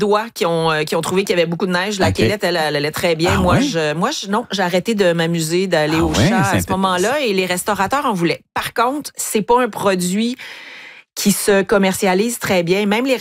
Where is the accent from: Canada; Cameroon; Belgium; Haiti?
Canada; Montreal, Quebec; moved away; on vient de Montréal, moi et mon conjoint.